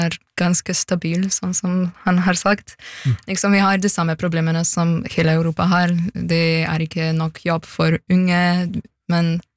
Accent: Slovenia; Norwegian is a second language; Liksom, jeg synes at slovenere... Når jeg sammenligner dem med nordmenn, så vi ikke like patriotiske som nordmenn. Vi har en sånn kompleks at vi ikke like store og stolte som alle andre land.

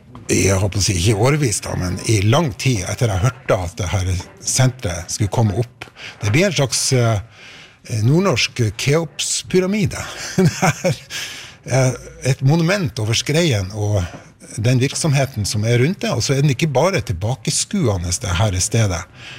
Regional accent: Svolvær, Nordland, Norway; jeg vokste opp i Svolvær, hvor det var, altså hvor skreifiske var, som satte veldig preg på byen.

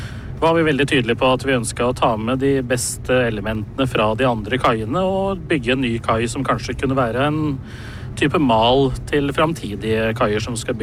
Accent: Hamar, Innlandet, Norway; I og med at jeg kommer fra Hamar

